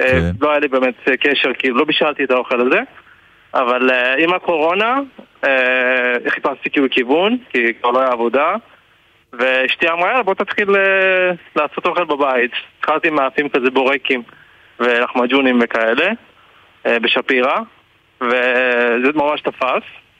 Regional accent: Istanbul, Turkey; now in Israel; אז אני, כן, נולדתי וגדלתי באיסטנבול, לפני 37 שנה, עלינו לארץ, לפני יותר מ-20 שנה, עם כל המשפחה.

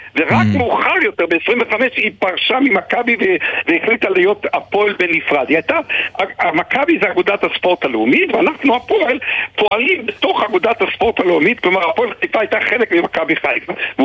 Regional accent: Haifa, Haifa District, Israel; אני חיפאי

